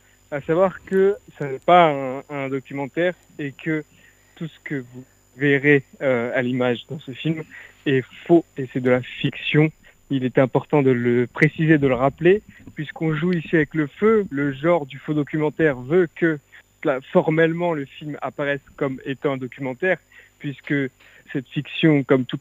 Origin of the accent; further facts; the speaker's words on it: Centre-Val de Loire, France; je suis Tourangeau, donc je viens de Touraine, exactement.